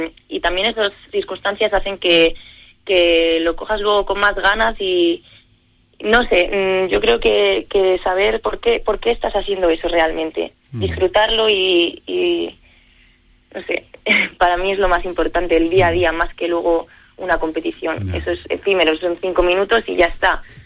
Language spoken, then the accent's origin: Spanish; Medina del Campo, Castile and León, Spain; moved away as an adult; now in Salamanca, Spain; mis raíces están en Medina y siempre que puedo voy a visitar a mi familia o a pasar una temporada allí